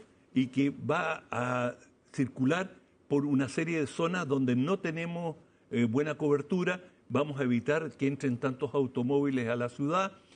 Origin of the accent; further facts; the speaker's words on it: Chile; así como los chilenos tenemos esta idea del Rey del Sur, con lo que queremos decir, algo puro, algo limpio, algo bueno está en el sur.